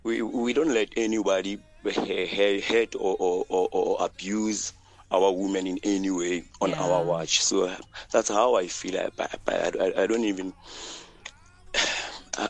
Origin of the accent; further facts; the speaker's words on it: South Africa; And then what comes in my mind is that as South African men, as men of South Africa, we need to stand up and make sure that our women are safe around us.